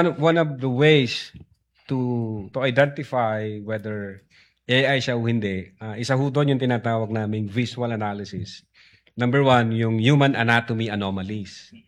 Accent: Tacloban, Eastern Visayas, Philippines; Tacloban City, opo, sir.

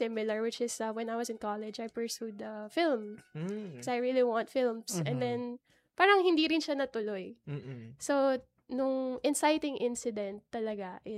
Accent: Manila, Metro Manila, Philippines; I'm not from Laguna. I'm really from Manila. So, lumaki po kaming Maynila.

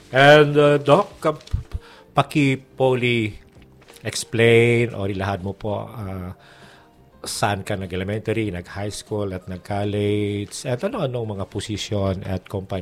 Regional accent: Anilao, Western Visayas, Philippines; yung aking parents ay sa Anilaw at ako'y pinanganak sa Anilaw

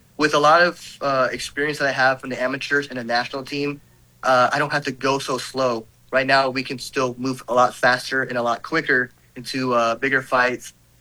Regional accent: Philippines; also born or lived in Korea; now in United States; So I was born in Korea. Because my father was in the military, but I was raised in the Philippines for 4 years before I moved to the U.S.

